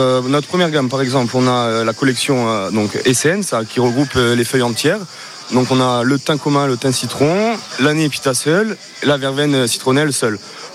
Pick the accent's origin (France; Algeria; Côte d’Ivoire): France; Corsica; moved away; also born or lived in Grenoble; on est originaire de Foch et Billy. On a vécu à Grenoble, puis on a décidé de rentrer pour s'installer en Corse